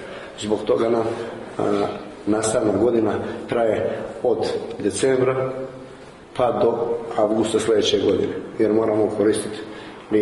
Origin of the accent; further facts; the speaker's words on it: Andrijevica, Montenegro; drugo kod nas u Maloj Andrijevici. Sve se to dešava iz prostog razloga što smo eto nekako na kraju, na krajnjem sjeveru, tu nam je blizu granice sa Albanijom